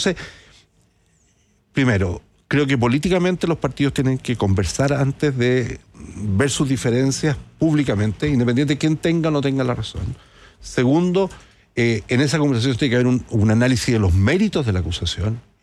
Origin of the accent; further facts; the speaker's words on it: Santiago, Santiago Metropolitan Region, Chile; No sé, yo soy de Santiago, pero me tocó visitar mucho las regiones cuando yo era autoridad.